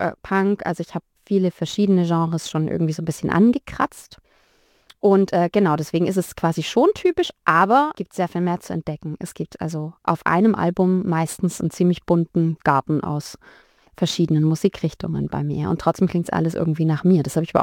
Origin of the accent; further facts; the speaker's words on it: Heilbronn, Baden-Württemberg, Germany; also born or lived in Thuringia; now in Tübingen, Germany; Also ich bin geboren in Thüringen, bin dann so kurz nach der Wende mit meinen Großeltern und meiner Mama ins Schwabenland gezogen, nach Heilbronn.